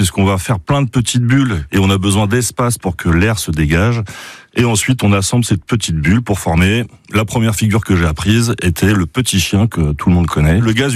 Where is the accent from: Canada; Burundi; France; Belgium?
France; Île-de-France; born there; moved away as an adult; now in Le Mans, France; j'ai 49 ans, je suis né en région parisienne dans le 92 et j'habite au Mans depuis environ 4 ans maintenant.